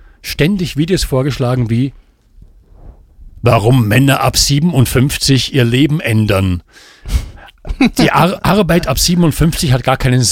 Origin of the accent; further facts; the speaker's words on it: Vienna, Austria; ich hasse es dort speziell, weil es halt dort ist, wo ich herkomme und so.